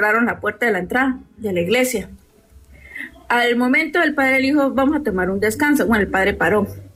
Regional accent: Cúcuta, Norte de Santander, Colombia; born there

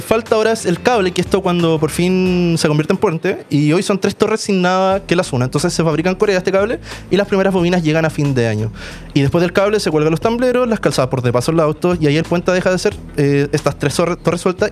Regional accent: Chile; chilenos, ¿por qué no? Somos chilenos.

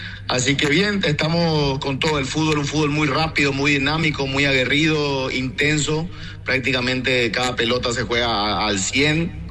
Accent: Paraguay; also born or lived in United States; Yo nací en los Estados Unidos, pero a los dos meses ya fui a Paraguay. O sea, soy más paraguayo que la mandioca, como se dice.

